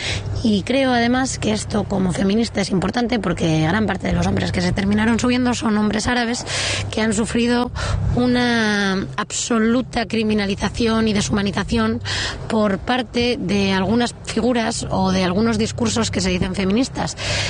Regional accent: Madrid, Community of Madrid, Spain; now in Mallorca, Spain; soy madrileña, ahora mismo viviendo en Mallorca

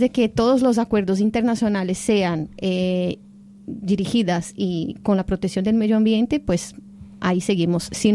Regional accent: Brazil; Brasil somos los líderes

